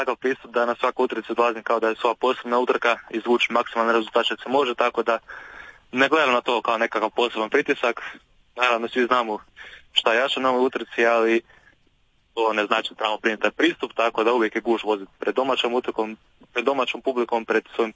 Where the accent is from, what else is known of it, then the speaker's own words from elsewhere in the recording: Croatia; kod nas u Hrvatskoj